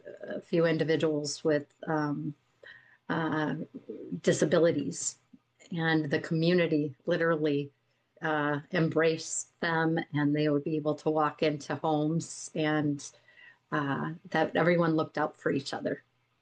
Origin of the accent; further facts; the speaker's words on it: Golden Valley, Minnesota, United States; I was raised in Golden Valley, Minnesota, Okoche, the Dakota name for Minnesota.